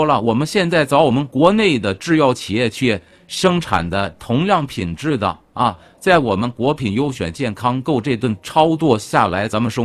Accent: China; 啊，我说的是让我们中国人用上，是让我们普通老百姓都能用上。

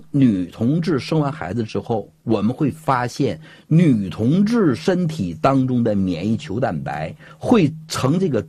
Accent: China; 我们中国人有个非常好的传统，要坐好月子。

